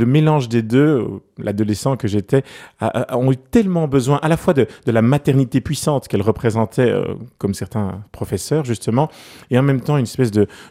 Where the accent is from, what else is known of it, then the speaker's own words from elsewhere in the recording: Brussels, Brussels-Capital Region, Belgium; j'ai grandi à Bruxelles, dans le nord de Bruxelles, du côté de Jette, précisément. Et donc, Jette, c'est une espèce d'enclave bruxelloise. Enfin, c'est un petit village quelque part dans Bruxelles. Ça fonctionne autrement. Les métros n'y arrivaient pas facilement, les trams non plus. Il y a un bois, il y a un parc.